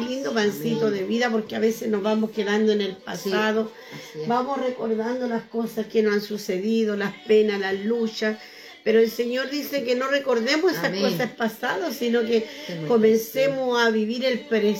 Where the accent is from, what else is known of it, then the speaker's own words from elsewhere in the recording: Purén, Araucanía, Chile; Mira, de San Carlos de Purén, soy de San Carlos de Purén, que Dios bendiga a mi hermana Gloria Soledad de allá de Purén